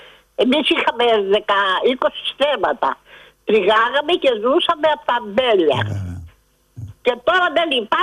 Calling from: Spata, Attica, Greece; από τα Σπάτα.

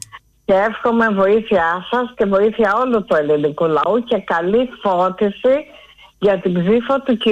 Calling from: Tavros, Attica, Greece; και είμαι από τον Ταύρο.

